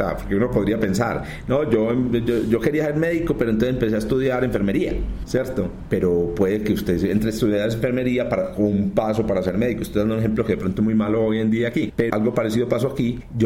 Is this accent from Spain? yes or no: no; Bello, Antioquia, Colombia; yo soy de Bello, ¿sabes? Soy de Bello